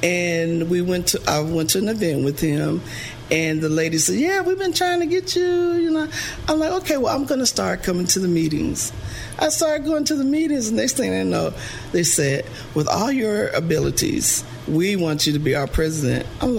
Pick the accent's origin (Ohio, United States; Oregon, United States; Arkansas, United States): Arkansas, United States; born there; So I was born here in Arkansas, but then we traveled. Then we came back here to Arkansas. I've had opportunities to leave. I left once and ended up coming back. It's something about Arkansas. I feel at home here.